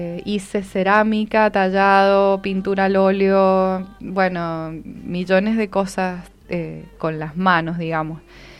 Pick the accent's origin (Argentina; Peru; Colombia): Argentina; San Rafael, Mendoza; born there; Bueno, yo nací en San Rafael. Y no me digan nada con eso de que, ay, que es otra provincia.